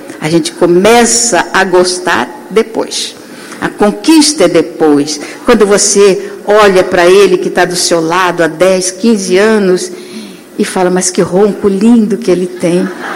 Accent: Mato Grosso, Brazil; born or raised there

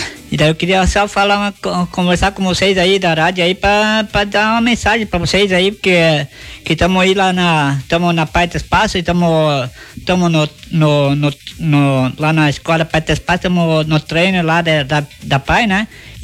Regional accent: Três Passos, Rio Grande do Sul, Brazil; eu sou de Trespassa, Rio Grande do Sul

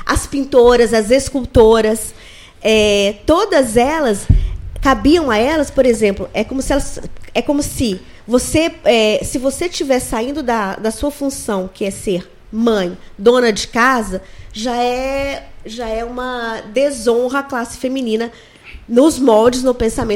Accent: Brazil; que somos brasileiros

